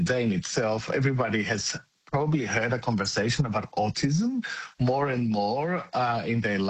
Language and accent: English; Greece; moved away; I grew up in Greece